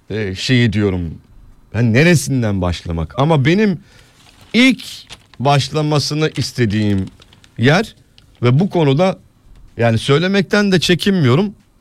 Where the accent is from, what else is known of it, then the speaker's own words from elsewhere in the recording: Fındıklı, Rize, Turkey; born there; Rize'de doğduğum için Rize Fındıklı'dayım.